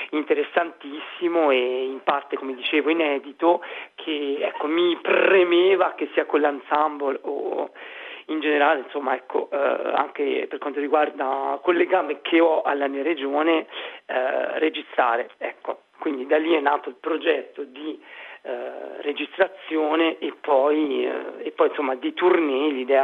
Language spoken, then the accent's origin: Italian; Tuscany, Italy; essendo toscano, anche se non torno spessissimo, ecco, vado spesso alla Biblioteca Nazionale di Firenze